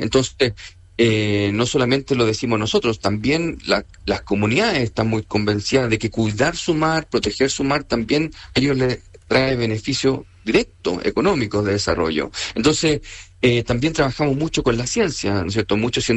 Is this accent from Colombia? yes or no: no; Chile; a nosotros como chilenos trabajando en Chile